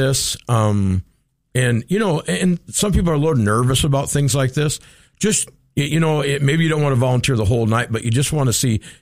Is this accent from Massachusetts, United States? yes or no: no; Oregon, United States; also born or lived in Louisiana; now in Minnesota, United States; Minnesota is kind of my second home after growing up in Oregon. I never moved back except for summer visits.